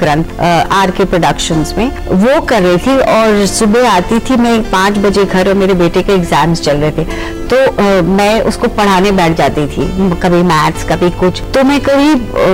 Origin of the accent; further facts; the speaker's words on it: Dehradun, Uttarakhand, India; born there; also born or lived in Delhi; लेकिन क्योंकि मेरी पैदाइश देहरादून में हुई है तो मेरा अभी भी मानना है कि दुनिया का सबसे खूबसूरत शहर देहरादून है, मेरा बर्थ टाउन, और जाहिर है, और मैं दिल्ली में भी काफी साल रही